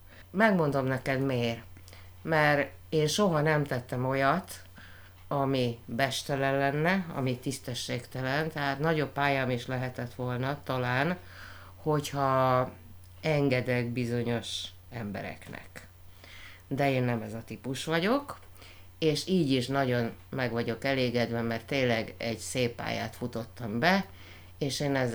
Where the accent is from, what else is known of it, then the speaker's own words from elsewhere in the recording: Italy; Tehát tudod, egy kicsit kettős a dolog, mert a magyarok között olasz vagyok, az olaszok között magyar vagyok, de a mai napig én olasz állampolgár vagyok csak.